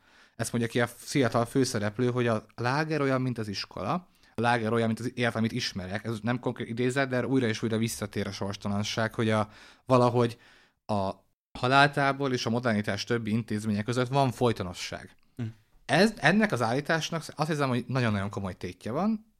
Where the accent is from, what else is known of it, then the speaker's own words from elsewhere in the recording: Hungary; Itt érzem magam, hát igazából sértve magyarként. Úgyhogy ennek a társadalomnak a tagja vagyok